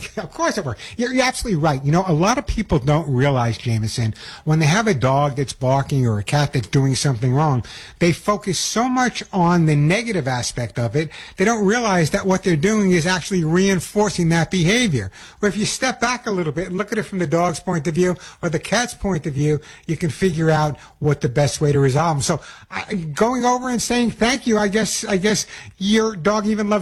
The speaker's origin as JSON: {"language": "English", "region": "New York", "country": "United States", "said": "Oh, I'm such a New Yorker."}